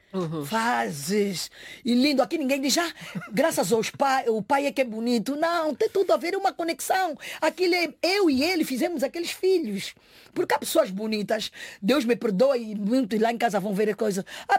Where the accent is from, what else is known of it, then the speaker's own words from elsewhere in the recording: Angola; now in Portugal; Eu quando viesse aqui para Portugal, me diziam, você é de Guiné? Eu dizia, não, eu não sou de Guiné, eu sou de Angola.